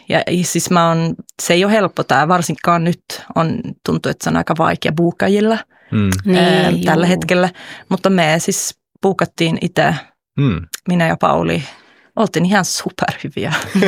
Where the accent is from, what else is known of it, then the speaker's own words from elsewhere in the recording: Gothenburg, Västra Götaland, Sweden; kun tämä bändi on Göteborgista, missä mä oon kotoisin.